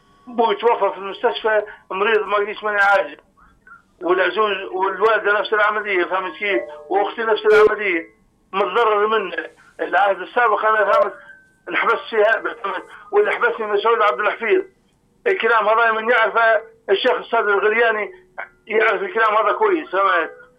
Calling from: Libya

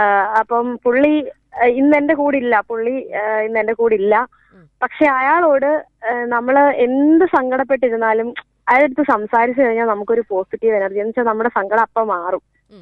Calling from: Kerala, India; ഞാനും അവക്കാവിന്ന് വിളിക്കുന്നു.

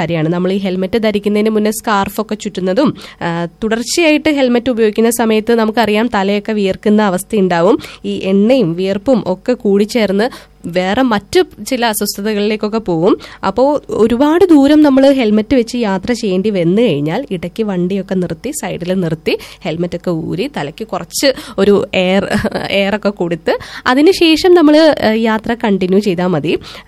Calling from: Kinassery, Kerala, India; കിനാശ്ശേരി നിന്ന്.

